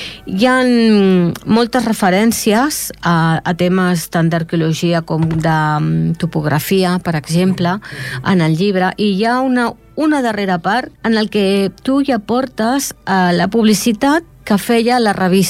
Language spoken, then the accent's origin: Catalan; Esplugues de Llobregat, Catalonia, Spain; la gent que vivim a Esplugues fa anys, doncs sempre li hem dit el barri del Sucre. Jo sóc de Can Clota, eh? Sí, jo visc al carrer del Sucre.